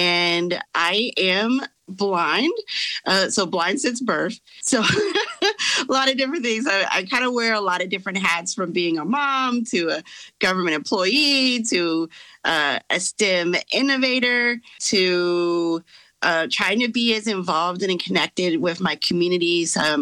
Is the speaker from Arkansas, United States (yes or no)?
yes; Arkansas, United States; moved away as an adult; now in Maryland, United States; I, like many folks who live in DC, I came here from Arkansas. So I'm an Arkansan, born and raised. So I've been living in the DC area for almost 20 years now.